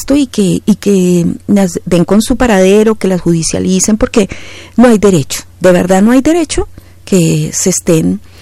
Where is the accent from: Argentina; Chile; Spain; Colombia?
Colombia; como colombianos es nuestro deber, ¿no, Víctor?, como creyentes